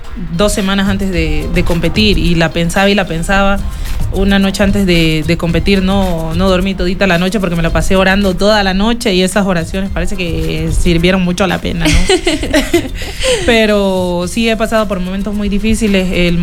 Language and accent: Spanish; Ecuador; also born or lived in Colombia; yo tenía papeles colombianos, porque yo nací en Colombia, pero crecí aquí en Ecuador.